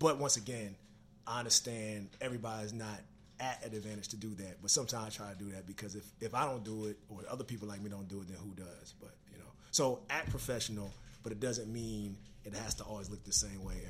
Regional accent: Pine Bluff, Arkansas, United States; because I was from Pine Bluff and I moved like folks in the bluffs when I came there and I wore the clothes that I wore and I spoke to how I spoke

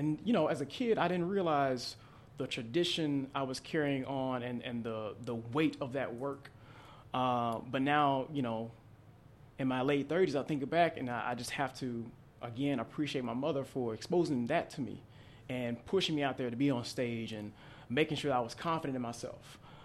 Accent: Centerville, Mississippi, United States; born there; also born or lived in Jackson, Mississippi / Woodville, Mississippi

